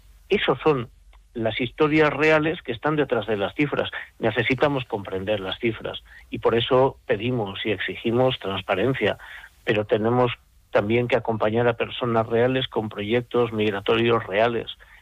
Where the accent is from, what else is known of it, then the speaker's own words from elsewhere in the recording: Balearic Islands, Spain; y pues yo siendo mallorquín y habiendo vivido en mil partes, pues yo que sé qué acento tengo.